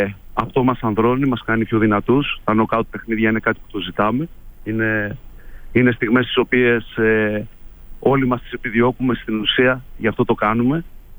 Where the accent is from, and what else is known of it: Greece